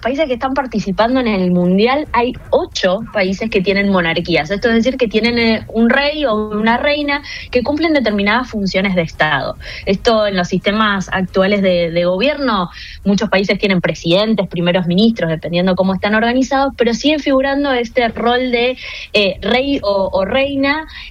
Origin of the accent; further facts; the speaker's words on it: Santa Fe, Argentina; En este caso, yo que soy de Santa Fe, es la misma población del país que la ciudad de Santa Fe